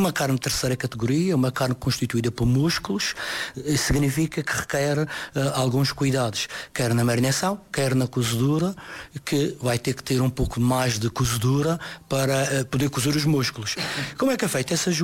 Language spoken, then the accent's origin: Portuguese; Machico, Madeira, Portugal; hoje é da minha terra, grande terra